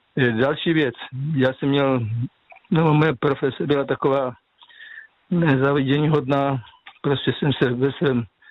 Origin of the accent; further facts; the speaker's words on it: Slovakia; jako já pocházím ze Slovenska, tam se říká stařenka nebo babička.